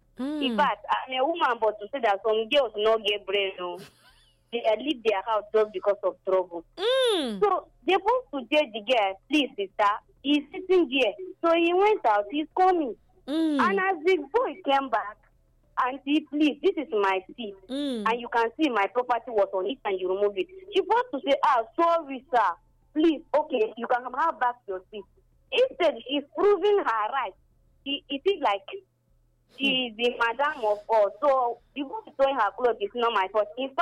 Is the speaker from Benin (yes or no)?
yes; Benin; English is a second language; I'm from Benin.